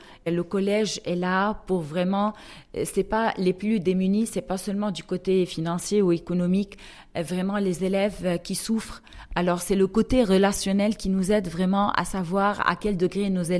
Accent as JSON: {"language": "French", "country": "Lebanon", "said": "Et je crois la France était, restera et elle est toujours notre mère en tant que Libanais."}